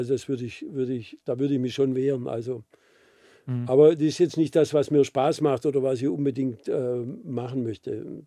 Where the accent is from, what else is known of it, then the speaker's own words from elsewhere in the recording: Baden-Württemberg, Germany; accent: Swabian; Meinen schwäbischen Akzent versteht man hier auch ganz gut.